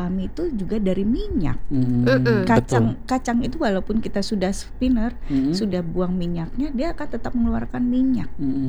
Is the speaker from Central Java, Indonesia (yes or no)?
no; Lampung, Indonesia; Sebetulnya saya asli orang Lampung, tapi saya punya suami dan keluarga orang Lampung, orang Jawa.